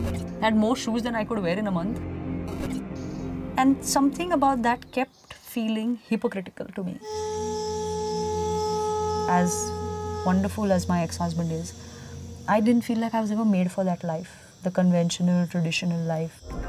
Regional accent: Pune, Maharashtra, India; I am from Pune, India.

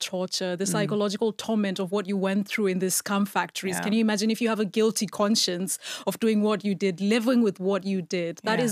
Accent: Kenya; I don't get it as a Kenyan.

